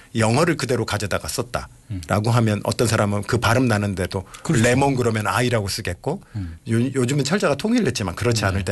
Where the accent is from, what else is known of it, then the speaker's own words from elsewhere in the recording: Yeosu, South Jeolla, South Korea; moved away; 제 고향이 여수니까